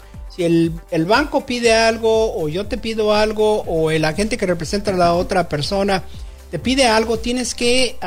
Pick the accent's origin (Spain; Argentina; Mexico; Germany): Mexico; Mexico City; Bueno, yo soy de una ciudad. Dicen que soy chilango